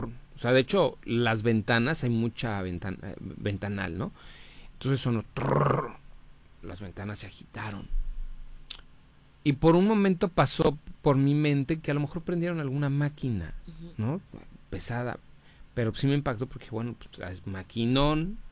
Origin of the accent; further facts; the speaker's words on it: Mexico City, Mexico; now in Cancún, Mexico; soy de la Ciudad de México.